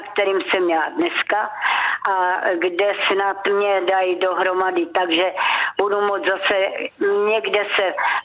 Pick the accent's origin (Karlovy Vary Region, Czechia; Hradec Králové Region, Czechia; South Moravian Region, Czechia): Hradec Králové Region, Czechia; Hradec Králové; Doma v Hradci, i když říkám, že v Hradci jsem se narodila a v Hradci si umří